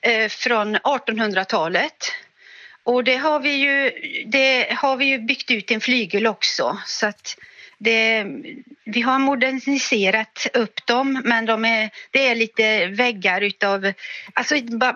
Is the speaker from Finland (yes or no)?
no; Uddevalla, Västra Götaland County, Sweden; born there; now in Öland, Sweden; jag är egentligen född i Uddevalla.